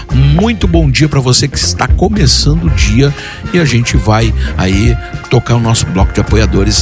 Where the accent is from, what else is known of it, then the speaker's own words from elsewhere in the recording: Brazil; nós somos brasileiros